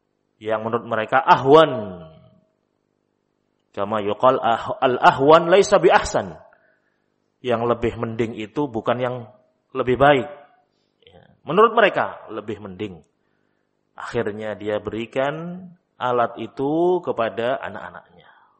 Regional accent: Java, Indonesia; Pesan kepada mereka, istilah kita orang Jawa, ojo kalah karo arek, ya.

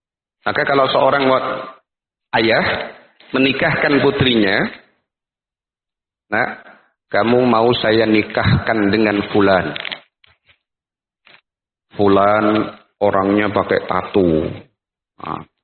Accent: Medan, North Sumatra, Indonesia; Kalau itu sahih, berarti tidak boleh bagi kita orang Medan nikah sama orang Arab.

